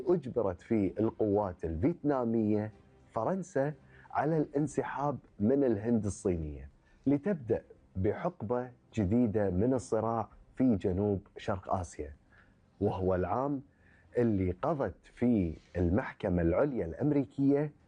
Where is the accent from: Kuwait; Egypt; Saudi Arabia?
Kuwait; ديرتنا الحبيبة الكويت